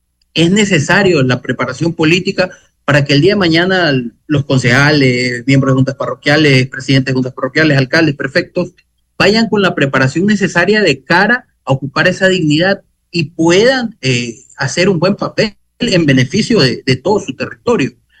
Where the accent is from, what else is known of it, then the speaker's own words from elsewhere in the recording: Calceta, Manabí, Ecuador; born there; le hablo por Calceta, por mi pueblo.